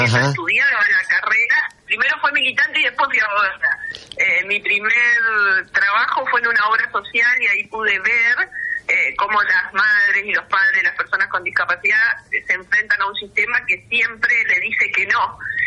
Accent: Santa Fe, Argentina; yo soy de la ciudad de Santa Fe.

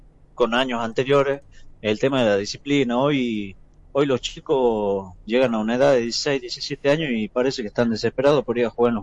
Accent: Tucumán, Argentina; Para mí ha sido algo muy grande el haber estado en San Martín siendo tucumano, porque yo sé lo que les cuesta al jugador tucumano llegar a esos clubes.

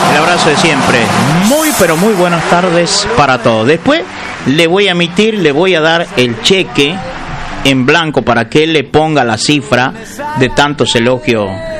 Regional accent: Argentina; moved away

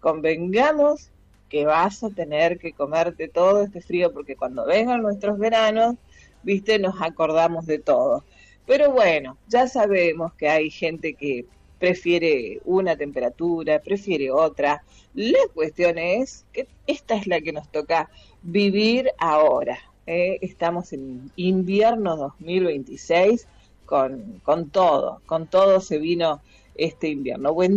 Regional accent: Chaco, Argentina; Parece que, primero que somos chaqueños, ¿eh? Así que esto no estamos tan acostumbrados, pero cuando hace frío por nuestra zona, sí que hace

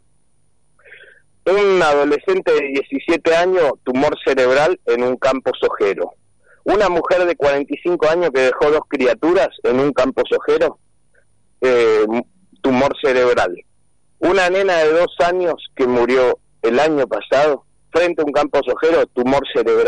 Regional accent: Carlos Keen, Buenos Aires, Argentina; el pueblo donde yo nací, me crié y sigo viviendo

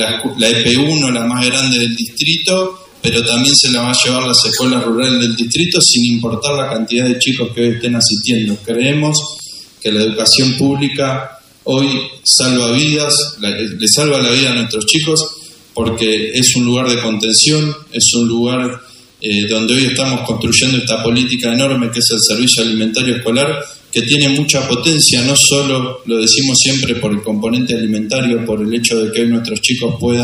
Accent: Maipú, Buenos Aires Province, Argentina; moved away; Yo vengo de un pueblo incluso más chico que Bolívar, se llama Maipú, somos 10.000 habitantes. Es un pueblo gobernado por el radicalismo y de 10.000 habitantes.

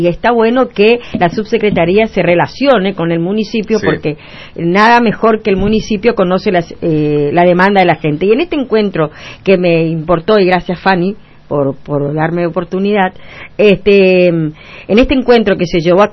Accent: El Sauzalito, Chaco, Argentina; moved away; Yo vengo de la zona del impenetrable, como lo dijo Canteros, por eso me conoce, de mi Sausalito querido. Allá estuvimos casi 20 años en los medios también, en el municipio trabajando

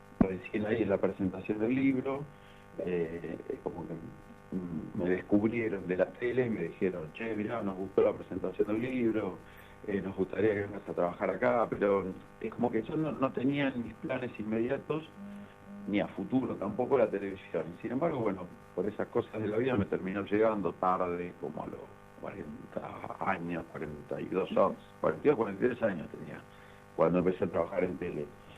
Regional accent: Rufino, Santa Fe, Argentina; moved away; Yo soy del interior, de Rufino.

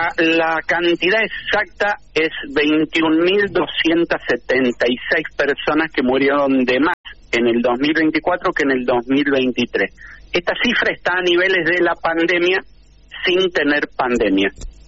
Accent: San Juan, Argentina; born there; now in Córdoba, Argentina; Eso sí, vivo acá, sí. Nací en San Juan y vivo acá en provincia de Córdoba.

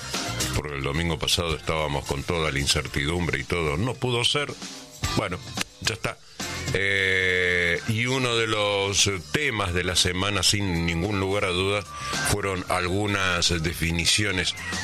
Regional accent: Argentina; yo no recuerdo que acá en mi país, en la República Argentina, la gente de color negro tuvieran que ir a mear a baños exclusivos para negros

